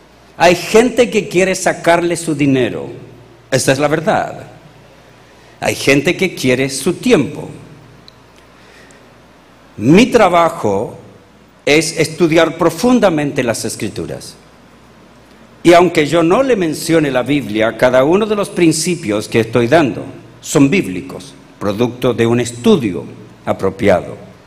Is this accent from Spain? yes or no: no; Chile; lo que yo aprendí como chileno, o lo que yo aprendí con el paso del tiempo.